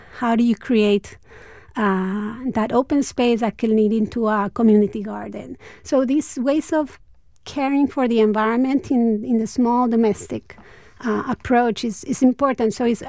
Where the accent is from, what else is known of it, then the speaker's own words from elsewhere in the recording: Tijuana, Baja California, Mexico; English is a second language; also born or lived in San Diego, United States; I grew up in Tijuana up until high school and I didn't speak English well until I started my college here.